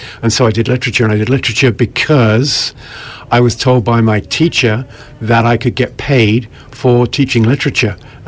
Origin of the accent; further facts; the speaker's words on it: Oxford, South East England, United Kingdom; So I grew up in Oxford